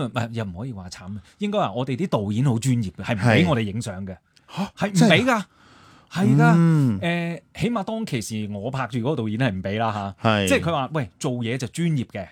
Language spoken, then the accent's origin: Cantonese; Hong Kong; 我哋因為我哋香港人啦，即係中國人啦